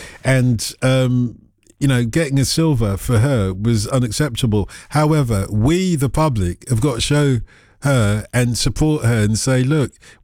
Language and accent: English; Tottenham, London, United Kingdom; I grew up in Tottenham in North London, mm-hmm. and we were all sorts of people from all over the world.